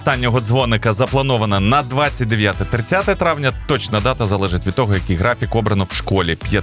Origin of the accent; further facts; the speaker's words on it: Zhytomyr, Zhytomyr Oblast, Ukraine; Мій рідний Житомир